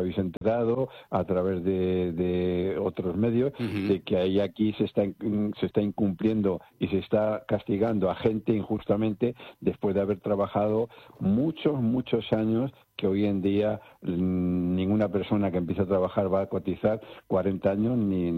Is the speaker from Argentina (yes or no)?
no; Spain; porque todos somos españoles.